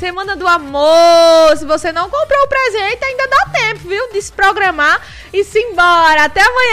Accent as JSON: {"language": "Portuguese", "country": "Brazil", "said": "somos brasileiros, sangue de raiz aqui, Brasil"}